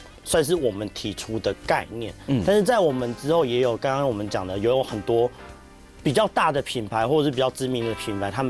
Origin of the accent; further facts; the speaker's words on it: Taiwan; 既然我们是台湾人